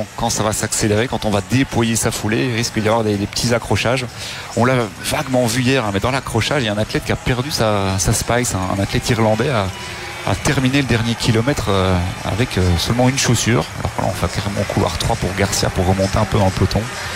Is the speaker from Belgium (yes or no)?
yes; Belgium; chez nous en Belgique.